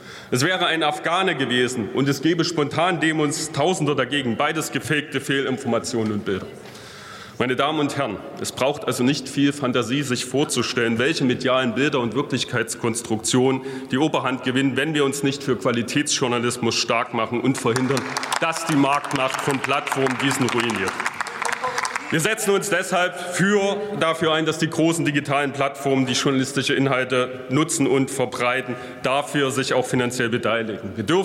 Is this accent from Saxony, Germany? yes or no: yes; Leipzig, Saxony, Germany; In meiner Heimatstadt Leipzig